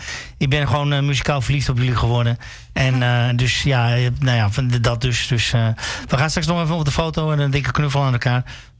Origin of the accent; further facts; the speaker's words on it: Heerewaarden, Gelderland, Netherlands; Dus, ik wil nog één ding zeggen, want ja, ik kom uit Heerdegewaard.